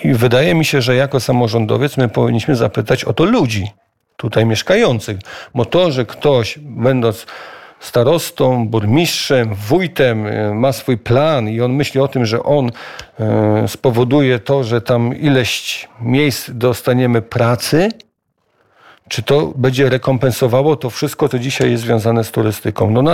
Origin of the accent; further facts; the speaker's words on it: Pomeranian Voivodeship, Poland; z krwi i kości i dla mnie najważniejsza jest sytuacja taka związana z historią, z naszą tożsamością, z naszą kulturą kaszubską. No, mieszkamy nad morzem